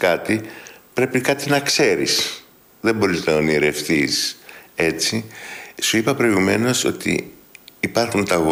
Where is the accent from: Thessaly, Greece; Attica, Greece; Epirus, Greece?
Attica, Greece; Piraeus; εγώ γεννήθηκα στην μοναδική φαβέλα γκέτο που υπήρξε ποτέ στην Ελλάδα, τα Μανιάτικα.